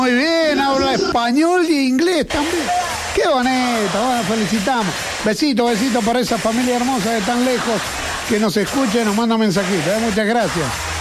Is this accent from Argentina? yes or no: yes; San Martín, Mendoza, Argentina; now in Las Vegas, United States; Ahora estoy en Las Vegas de vacaciones. Saludame a mis cuatro nietos, a mis hijos. … de San Martín, Mendoza, y estoy en Las Vegas, Estados Unidos.